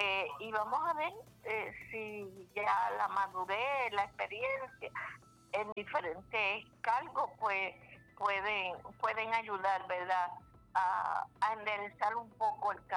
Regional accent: Loíza, Puerto Rico; somos loiseños

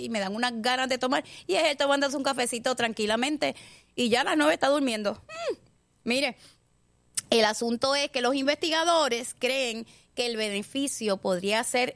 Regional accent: Puerto Rico; somos puertorriqueños cafeteros hasta el ña.

